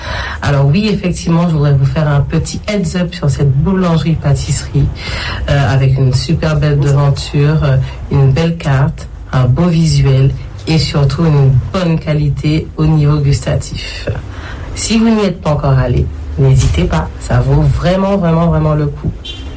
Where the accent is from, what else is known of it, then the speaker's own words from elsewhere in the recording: Bouillante, Guadeloupe; now in France; je vis en région parisienne. Sauf que ça m'arrive assez régulièrement de repartir chez moi, en Guadeloupe, à Bouillante précisément.